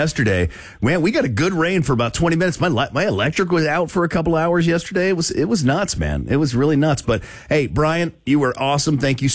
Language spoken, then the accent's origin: English; Florida, United States; moved away; I'm from South Florida, right?